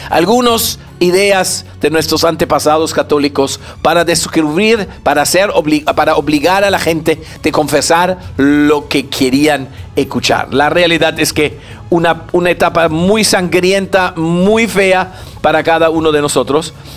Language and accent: Spanish; Peru